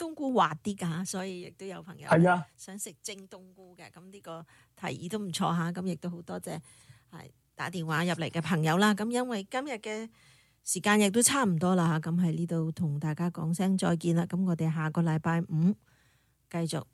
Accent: Guangdong, China; 咁我哋广东人就比较兴啲，系嘛？

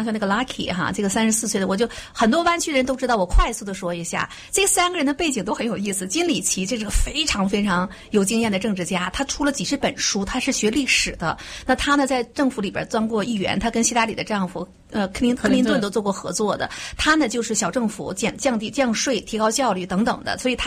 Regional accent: United States; 我觉得这个是值得我们美国人庆贺的。

